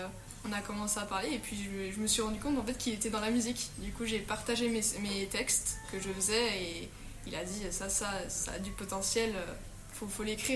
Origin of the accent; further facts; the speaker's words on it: Arlon, Wallonia, Belgium; j'ai 18 ans, je suis originaire d'Arlon